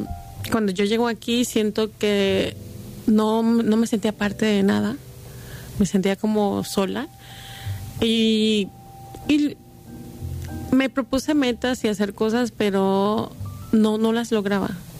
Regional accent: Mexico; moved away as an adult; now in Salt Lake City, United States; En el año 99, vengo de México, llego a Salar City y sí, no había casi nada.

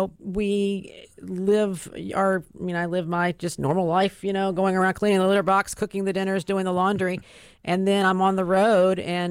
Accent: Durham, North Carolina, United States; Well, I was born and raised in Durham, and never left.

